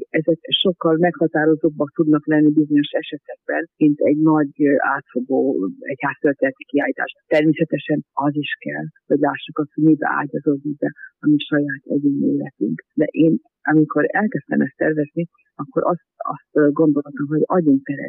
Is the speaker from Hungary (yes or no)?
yes; Cisztibiscan region, Hungary; gyerekkoromban ugye Tiszán inneni vagyok